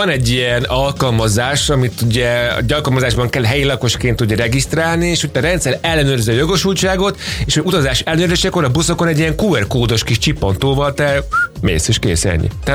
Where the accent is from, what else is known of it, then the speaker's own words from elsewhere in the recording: Budapest, Hungary; én budapesti vagyok